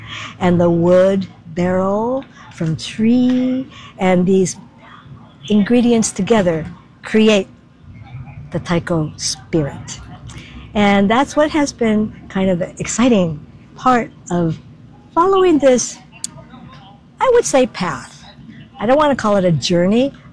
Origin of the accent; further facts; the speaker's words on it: San Jose, California, United States; I am from San Jose, California, from one of the three remaining historic Japan towns in the nation.